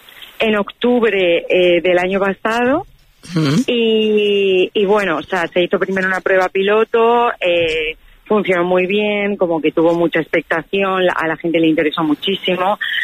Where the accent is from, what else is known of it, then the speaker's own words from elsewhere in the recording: Extremadura, Spain; moved away as an adult; Yo me fui de Extremadura con 18 y al final también me transmite eso, el volver a lo rural, el volver a mi casa, a mi pueblo, pues a Extremadura